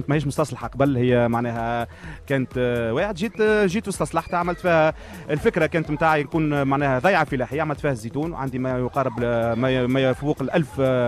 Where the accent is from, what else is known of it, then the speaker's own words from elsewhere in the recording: Testour, Béja, Tunisia; نحن تساتريه رانا معناها ناس معناها كرماء، وانا تونسي